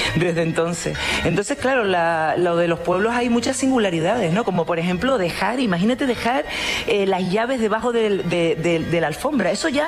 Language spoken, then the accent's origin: Spanish; El Paso, Canary Islands, Spain; moved away; que soy del municipio del Paso, que me fui de La Palma por salir del Paso